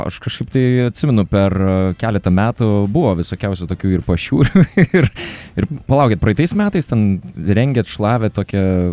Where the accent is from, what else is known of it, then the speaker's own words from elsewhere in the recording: Kaunas, Kaunas County, Lithuania; kaip kaunietis tikras